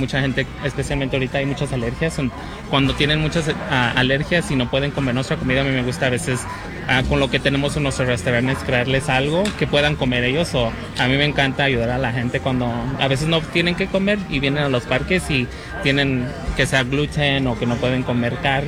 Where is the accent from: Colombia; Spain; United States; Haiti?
United States; Long Beach, California; Soy de aquí, de Long Beach.